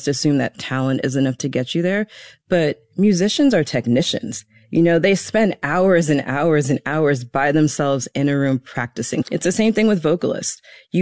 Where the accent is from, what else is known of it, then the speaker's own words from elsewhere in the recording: Germany; I grew up in Germany, and this was before the days of streaming.